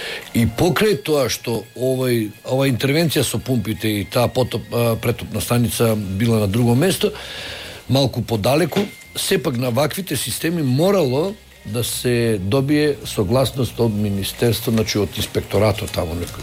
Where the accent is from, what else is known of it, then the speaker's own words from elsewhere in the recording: Gostivar, Polog, North Macedonia; Јас сум од Гостивар.